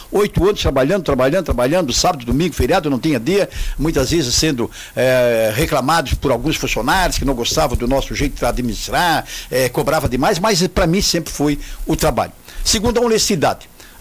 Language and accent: Portuguese; Braço do Norte, Santa Catarina, Brazil; moved away as an adult; now in Ulhéus (unclear ASR), Brazil; Terceiro é que eu sou legítimo da cidade de Ulhéus. Quando eu nasci em Braço do Norte, moro 30 anos em Braço do Norte e venho aqui passar 36 anos da minha vida, eu escolhi a cidade de Ulhéus para morar.